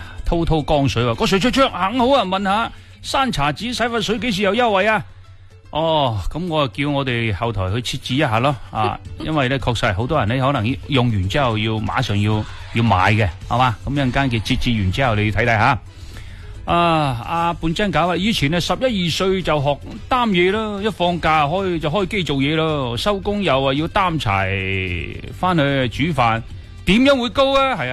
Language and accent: Cantonese; Guangdong, China; 我哋广东人饮汤水噶嘛